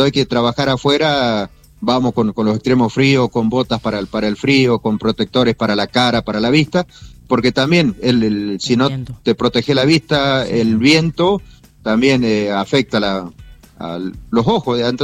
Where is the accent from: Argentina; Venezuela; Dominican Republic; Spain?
Argentina; Patagonia; now in Antarctica; yo soy patagónico